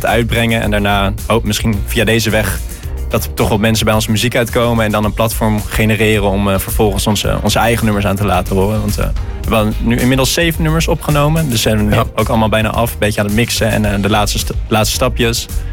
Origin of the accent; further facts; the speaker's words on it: Zoetermeer, South Holland, Netherlands; moved away as an adult; now in Rotterdam, Netherlands; Oorspronkelijk komen we uit Zoetermeer.